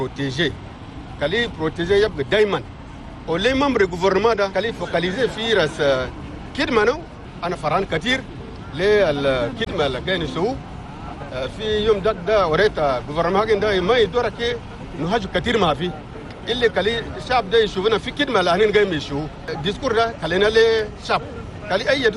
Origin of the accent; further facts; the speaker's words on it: Chad; أنا شاب تشادي ودا إفر أنا تولي تشادي